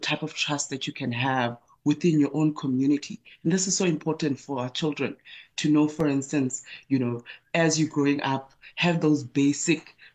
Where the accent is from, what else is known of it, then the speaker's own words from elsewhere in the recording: Eastern Cape, South Africa; also born or lived in North West; You know, I grew up in Eastern Cape, and then I then moved into your Northwest areas in terms of just as a young person.